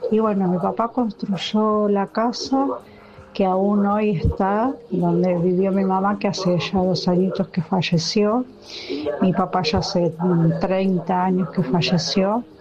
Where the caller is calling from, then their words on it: San Antonio de Padua, Buenos Aires Province, Argentina; de Padua.